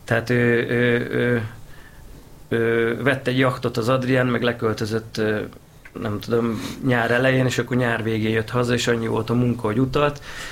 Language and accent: Hungarian; Hungary; also born or lived in Tyrol, Austria; now in Vaskút, Hungary; akcentusmentesen beszélem az osztrák dialektusokat, tehát hogyha nem szólalok meg magyarul, akkor senki nem veszi észre, hogy én magyar vagyok.